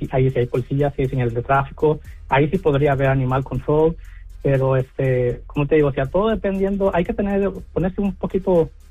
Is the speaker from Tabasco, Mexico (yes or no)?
no; Durango, Mexico; moved away as an adult; now in United States; Yo vengo de un pueblo de Durango.